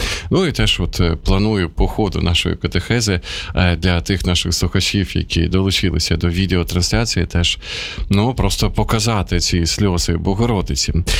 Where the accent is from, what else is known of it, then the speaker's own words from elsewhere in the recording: Sumy, Sumy Oblast, Ukraine; now in Kyiv, Ukraine; тут, в Києві, в моїх рідних Сумах